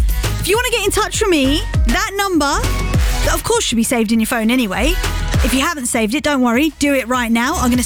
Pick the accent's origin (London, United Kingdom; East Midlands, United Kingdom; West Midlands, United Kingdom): London, United Kingdom; accent: London; I'm from London. You can probably tell by the accent.